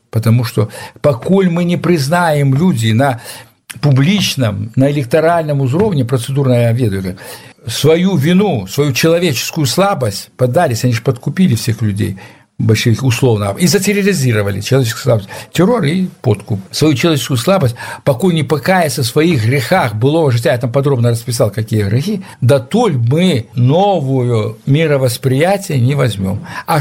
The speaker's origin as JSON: {"language": "Russian", "town": "Vawkavysk", "region": "Grodno Region", "country": "Belarus", "tie": "born or raised there", "also_born_or_lived": "Moscow", "moved": "as an adult", "said": "и никакого акцентования не было на том, что мы белорусы. У нас в семье размовляли, до речи, по-польску, а мы размовляли уже в русской школе по-русски, Волковыске в городе. А я потом закончил, поехал в Москву."}